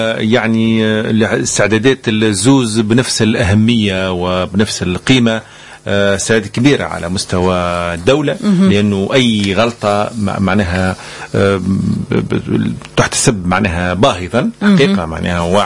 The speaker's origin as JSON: {"language": "Arabic", "country": "Tunisia", "said": "إحنا عندنا في تونس"}